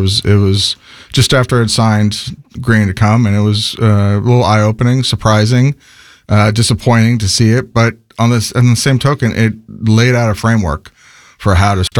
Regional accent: San Francisco, California, United States; moved away as an adult; also born or lived in New York / Washington, D.C.; Well, I'm a born and bred Californian. I grew up in the San Francisco area, came out to New York to go to college, to the Merchant Marine Academy. Hightailed it back to California after college and was there for about 10 years before I moved to Washington, D.C.

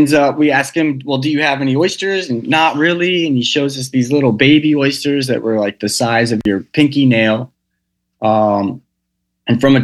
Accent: Texas, United States; moved away; I'm from Texas originally, and you know, I'll go back to visit my parents

